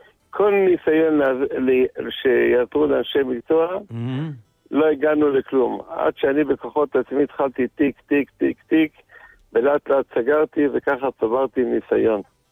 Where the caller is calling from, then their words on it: Jerusalem, Jerusalem District, Israel; אנחנו בירושלים.